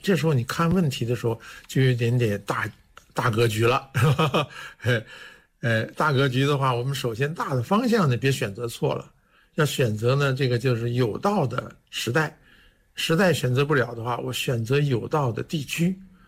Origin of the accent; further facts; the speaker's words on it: China; 我们中国，我们中华民族在世界当中应该居于一个什么样的地位？